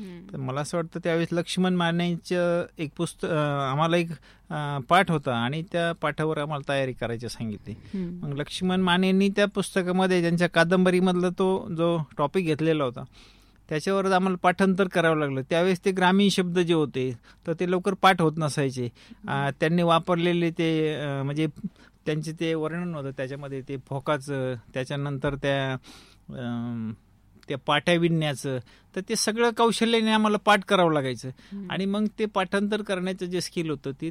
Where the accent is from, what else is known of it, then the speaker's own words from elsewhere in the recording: Chitali, Maharashtra, India; माझं मूळ गाव पाथर्डी तालुक्यातील चितळी म्हणून गाव आहे. तर त्या ठिकाणी शेतकरी कुटुंबामध्ये 1972 साली माझा जन्म झाला.